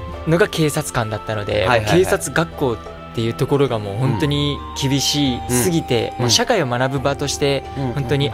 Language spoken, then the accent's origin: Japanese; Aichi, Japan; 地元が愛知県ですね。